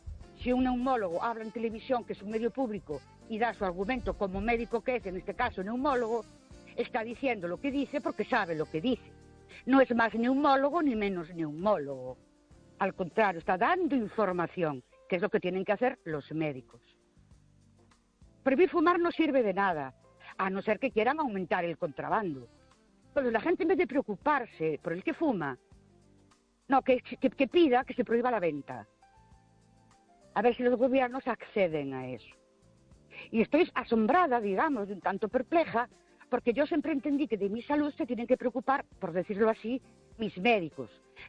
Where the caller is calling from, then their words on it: Ourense, Galicia, Spain; de Ourense.